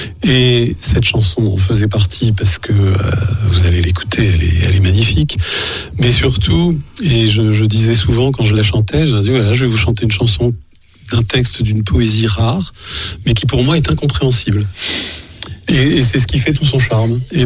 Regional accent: Auvergne-Rhône-Alpes, France; puisque moi je suis originaire d'un petit coin des gorges de l'Allier, donc en Haute-Loire.

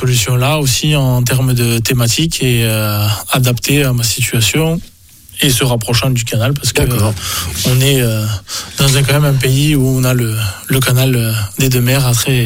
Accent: Occitanie, France; now in Tarn-et-Garonne, France; issu depuis une dizaine d'années sur le Tarn-et-Garonne. J'ai été également originaire de l'Aude.

